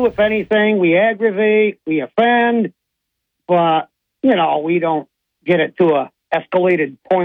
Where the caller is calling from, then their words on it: Owego, New York, United States; Your correspondent from Owego.